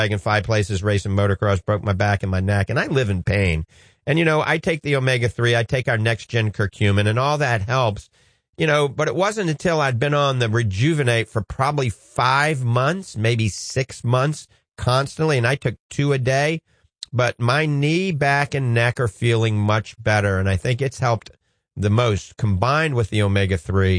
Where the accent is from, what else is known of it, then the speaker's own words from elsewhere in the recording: New Orleans, Louisiana, United States; accent: New Orleans; my New Orleans accent is going to come out right now